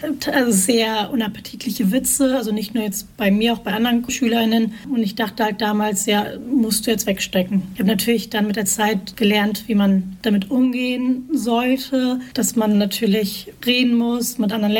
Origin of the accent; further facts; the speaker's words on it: Turkey; now in Germany; Weil nicht nur, weil ich eine Kurdin bin und das generell ein schwieriges Thema ist, sondern selbst wenn man in der Türkei ist, ist man vielleicht für die Menschen vor Ort eine Kurdin oder Türkin aus Deutschland.